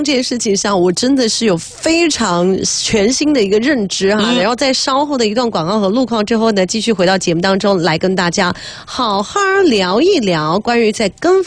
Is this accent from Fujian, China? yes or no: no; Sichuan, China; 嗯、就是我们作为一个四川人我们都觉得辣的也遭不住